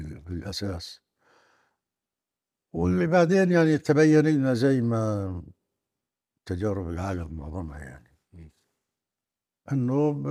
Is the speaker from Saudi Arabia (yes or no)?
no; Palestine; أنا يعني اشتغلت فترة بحياتي بإذاعة الثورة الفلسطينية كانت في درعا